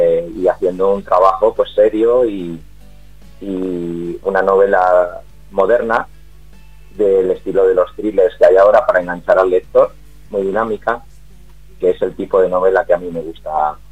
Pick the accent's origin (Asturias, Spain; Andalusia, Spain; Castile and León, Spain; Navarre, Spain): Castile and León, Spain; Valladolid; born there; also born or lived in Guijuelo; nací en Valladolid, a todo el mundo que me pregunta siempre me dice, no, ¿tú de dónde eres? Tal, porque pues eso, cuando vas moviéndote por los diferentes sitios, siempre digo, no, yo soy de Guijuelo